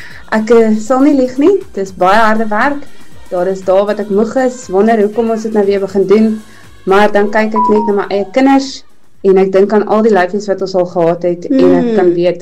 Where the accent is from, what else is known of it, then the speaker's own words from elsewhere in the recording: Secunda, Mpumalanga, South Africa; moved away as an adult; now in Mossel Bay, South Africa; ons is oorspronkelijk van Secunda in Mpumalanga. Ek het vir 32 jaar daar groot geword, en toe het ons, ek en my man en ons twee meisiekinders hier naartoe gekom in 2017.